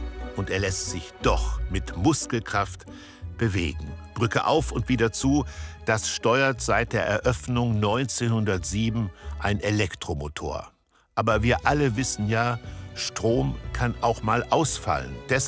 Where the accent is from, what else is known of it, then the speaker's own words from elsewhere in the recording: Kassel, Hesse, Germany; Vom Norden in meine Geburtsstadt Kassel. Hier bin ich aufgewachsen.